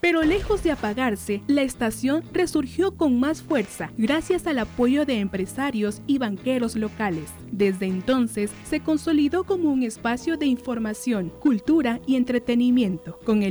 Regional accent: Tabasco, Mexico; soy tabasqueña de un Edén muy choco.

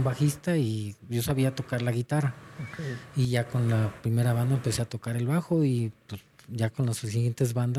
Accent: Guadalajara, Jalisco, Mexico; moved away as an adult; now in Zacatecas, Mexico; Pues yo soy de Guadalajara, y ya allá en Guadalajara tuve varias bandas, okay. Más o menos como a los 22 años, y llego a Zacatecas

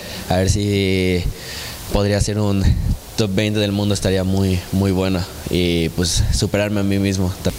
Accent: Mexico; now in Europe; como mexicanos nos apoyamos mucho

